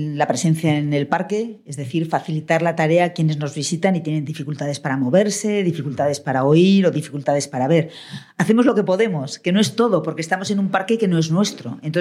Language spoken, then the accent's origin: Spanish; Zaragoza, Aragon, Spain; born there; now in Madrid, Spain; Trabajo en la Feria del Libro de Zaragoza, que es mi ciudad natal